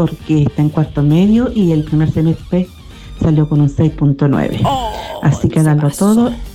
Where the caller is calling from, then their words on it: Hualpén, Biobío, Chile; de la Comuna de Hualpén.